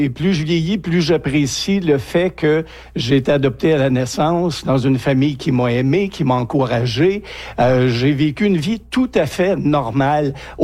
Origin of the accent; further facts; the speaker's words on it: Quebec, Canada; also born or lived in Saint-Jérôme; now in Abitibi-Témiscamingue, Canada; J'ai été adopté dans la région à Saint-Jérôme. Je suis originaire des Laurentides. Alors, j'ai été adopté une deuxième fois quand je suis déménagé en Abitibi-Témiscamingue.